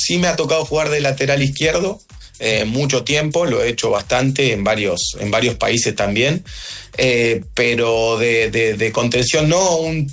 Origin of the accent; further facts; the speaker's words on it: Bariloche, Río Negro, Argentina; moved away as an adult; now in Biobío Region, Chile; porque nosotros somos de Bariloche.